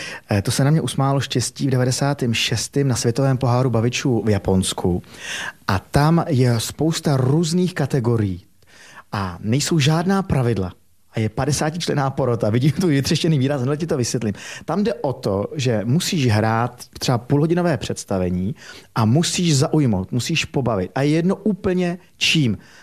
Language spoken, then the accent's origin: Czech; Hořice, Hradec Králové Region, Czechia; moved away as an adult; No tak když jsem potom z Hořic, z Gimplu šel do Prahy na vejšku